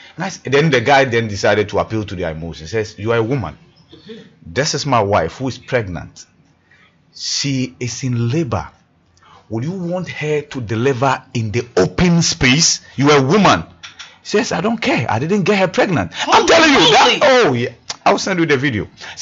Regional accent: South Africa; I said, I'm South African. I was born here, blah.

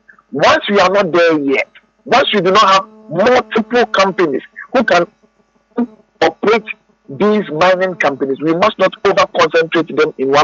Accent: Ghana; we are all Ghanaian.

